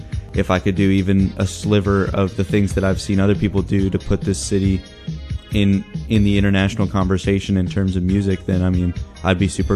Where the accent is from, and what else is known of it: Memphis, Tennessee, United States; born or raised there